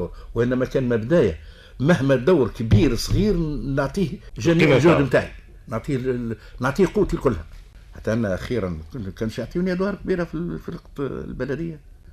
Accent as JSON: {"language": "Arabic", "town": "Tunis", "region": "Tunis Governorate", "country": "Tunisia", "tie": "born there", "moved": "as an adult", "lives_now": "Ezzahra, Tunisia", "said": "أما تولدت في دارنا زنقة سيدي دلة عدد 46 توا ساكن فيها أخويا. طلعت للزهرة وقتها عام 57"}